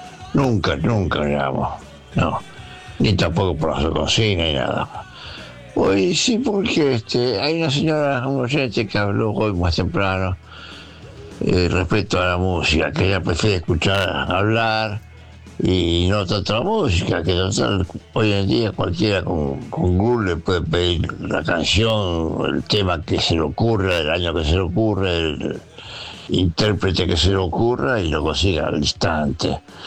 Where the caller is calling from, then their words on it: San Luis, Argentina; de San Luis, 81 años, jubilado.